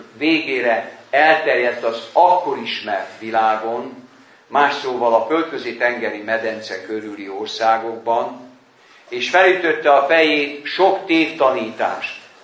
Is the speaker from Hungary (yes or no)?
no; Vojvodina, Serbia; moved away; Odahaza Vajdaságban